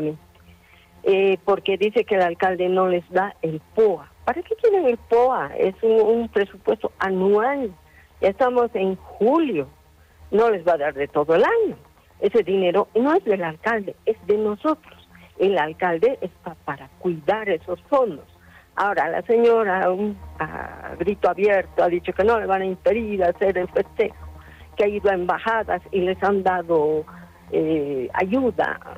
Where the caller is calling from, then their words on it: La Paz, Bolivia; de Sopocal.